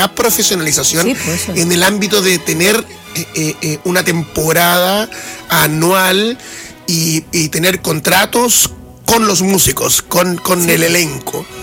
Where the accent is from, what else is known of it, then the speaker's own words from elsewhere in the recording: Andacollo, Coquimbo, Chile; moved away as an adult; also born or lived in Santiago / Europe; el municipio de Andacollo, mi tierra.